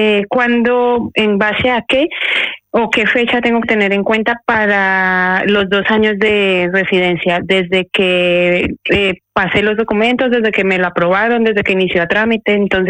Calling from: Madrid, Community of Madrid, Spain; Hablas con … de Madrid.

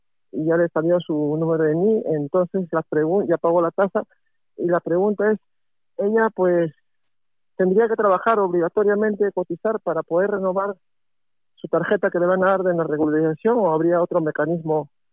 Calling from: Madrid, Community of Madrid, Spain; de Madrid.

